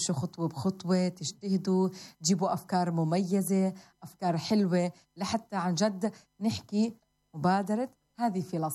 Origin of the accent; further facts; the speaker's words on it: Palestine; حياتنا كفلسطينيين.